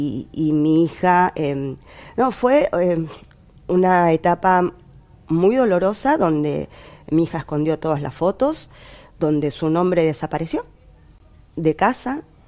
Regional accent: Buenos Aires Province, Argentina; como yo soy de Zona Sur.

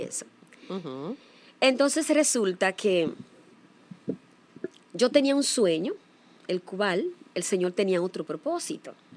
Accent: San Francisco de Macorís, Duarte, Dominican Republic; born there; now in Santo Domingo, Dominican Republic; Nací en San Francisco de Macorís y inicié mis estudios primarios en San Francisco.

